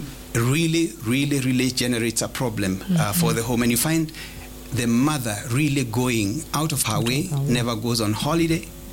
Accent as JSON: {"language": "English", "region": "Nairobi", "country": "Kenya", "tie": "born or raised there", "said": "my youth, much of it, I was raised in Korogosho slums"}